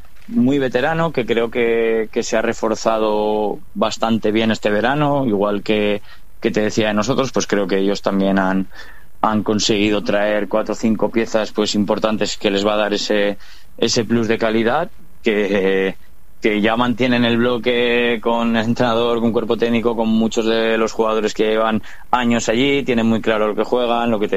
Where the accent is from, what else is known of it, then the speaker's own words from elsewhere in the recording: Binéfar, Aragon, Spain; es el título que más orgullo nos trae a todos los que somos de Binefar y del Binefar.